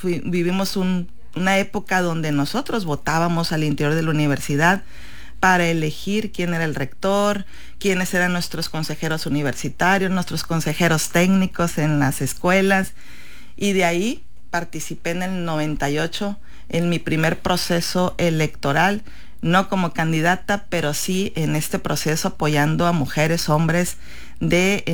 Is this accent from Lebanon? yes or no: no; Chametla, Sinaloa, Mexico; Ahí fue donde también conocí que mi pueblo era un pueblo de origen prehispánico